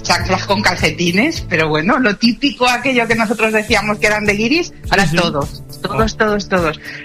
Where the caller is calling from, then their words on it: Alcorcón, Community of Madrid, Spain; de Alcorcón.